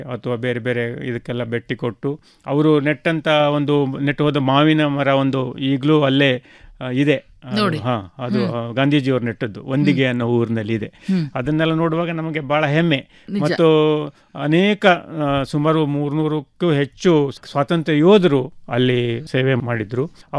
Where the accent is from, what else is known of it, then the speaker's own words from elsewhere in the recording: Ankola, Karnataka, India; ಅವರ ಶಾಲಾ ಕಾಲೇಜಿನಲ್ಲೇ ನಾವು ಕಲಿತು ದೊಡ್ಡವರಾದವರು. ಸೊ ಅಂಥ ಒಂದು ಪುಣ್ಯದ ನೆಲದಲ್ಲಿ ನಾವು ಇರೋದು, ಜನಿಸಿದ್ದು ಎಲ್ಲವೂ ನಮ್ಮ ಭಾಗ್ಯನೇ.